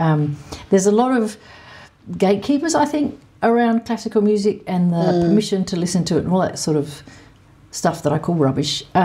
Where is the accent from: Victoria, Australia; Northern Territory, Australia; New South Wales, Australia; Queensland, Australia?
Northern Territory, Australia; Alice Springs; I'm from Alice Springs.